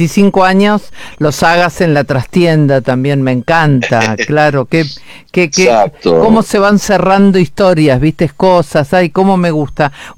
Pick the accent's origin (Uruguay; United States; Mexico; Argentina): Argentina; General Roca, Río Negro; Pues soy de Roca, para quienes no saben. Entonces conozco la gente de allá.